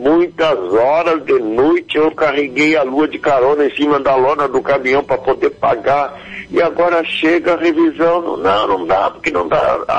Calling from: Criciúma, Santa Catarina, Brazil; Eu falo de Criciúma.

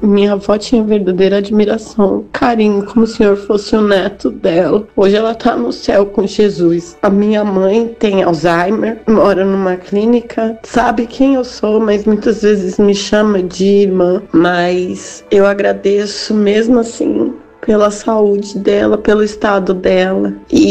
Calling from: São Paulo, Brazil; eu sou de São Paulo, eu escuto vocês há muitos anos.

